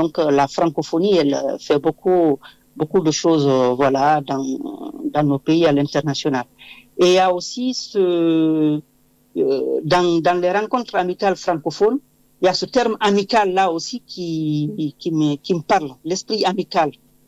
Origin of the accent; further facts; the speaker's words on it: Guinea; D'abord, je suis d'origine de la Guinée, donc c'est un pays francophone.